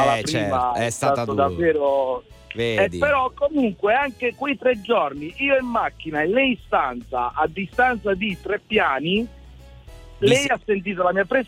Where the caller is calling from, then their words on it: Bari, Apulia, Italy; Io in questo momento sono in direzione Milano, sono un autista, ma sono di Bari.